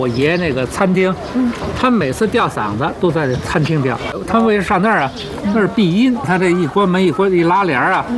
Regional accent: Beijing, China; 像我们六八年才搬走，我是四九年出生的。你看

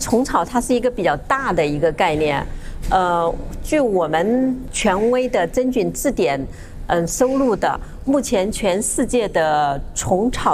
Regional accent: China

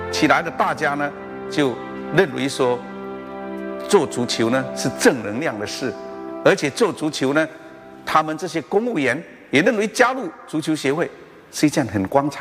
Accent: Nan'an, Fujian, China; 我们南安市，我们闽南人

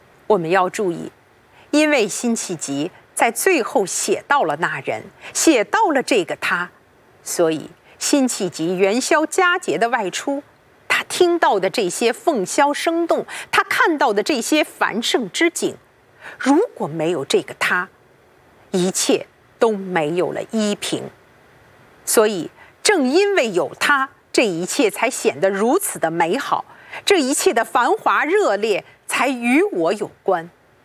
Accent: China; 我们中国人

